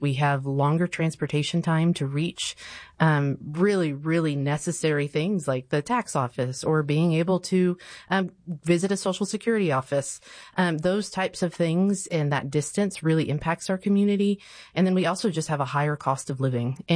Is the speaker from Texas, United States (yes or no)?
yes; New Braunfels, Texas, United States; So I grew up in New Braunfels in Comal County, and I love New Braunfels with my whole heart.